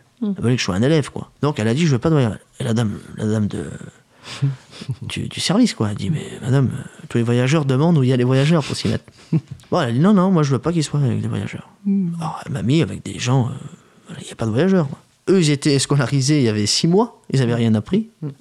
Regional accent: France; Pourtant on est français.

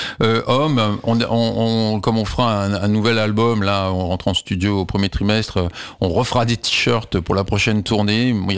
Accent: France; mais sauf que nous on est français, on veut être compris

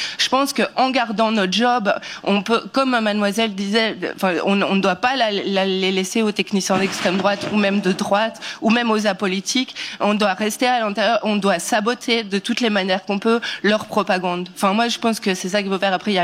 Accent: Brussels, Belgium; Bonjour, moi je viens de Bruxelles, je travaille à l'Opéra

